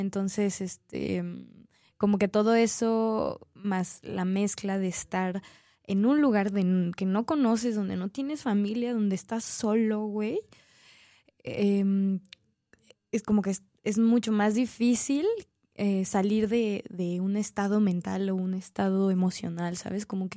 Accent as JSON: {"language": "Spanish", "country": "Mexico", "said": "uno, como mexicano, llega con todo su pedo tribalesco, güey, acá a tocar cumbias"}